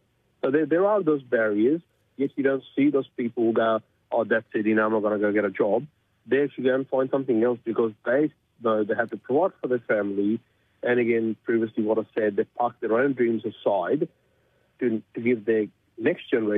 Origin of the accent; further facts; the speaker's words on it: Australia; born there; As an Australian born in Australia, you don't take a pledge.